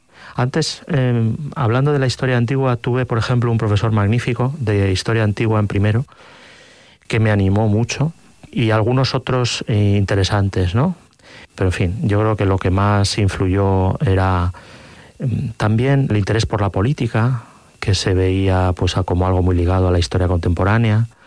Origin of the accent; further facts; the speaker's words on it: Castilla-La Mancha, Spain; moved away as an adult; also born or lived in Madrid; A mí me habría tocado seguramente estudiar en Ciudad Real.